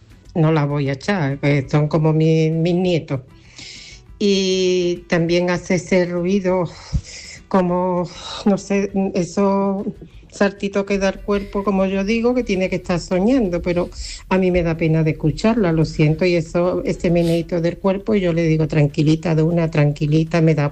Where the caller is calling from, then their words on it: Dos Hermanas, Andalusia, Spain; aquí en Andalucía, que … de Dos Hermanas